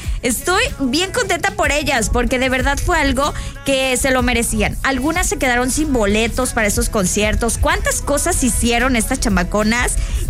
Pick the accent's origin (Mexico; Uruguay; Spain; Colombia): Mexico; sí, somos mexicanos